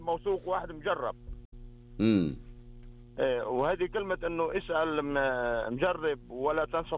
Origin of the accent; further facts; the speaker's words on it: Lebanon; أنا لبناني.